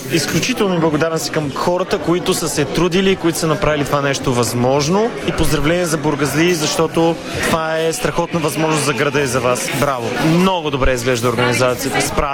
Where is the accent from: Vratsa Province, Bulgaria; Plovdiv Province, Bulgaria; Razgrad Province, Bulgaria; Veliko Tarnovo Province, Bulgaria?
Plovdiv Province, Bulgaria; Plovdiv; От Пловдив.